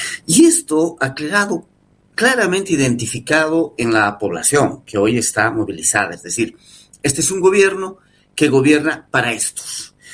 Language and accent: Spanish; Bolivia; en un escenario complicadísimo y difícil en mi país.